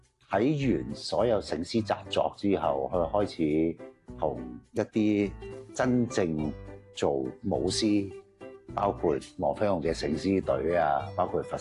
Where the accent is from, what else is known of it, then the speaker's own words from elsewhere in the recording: Hong Kong; 我覺得就作為一個真的本土土生土長的香港人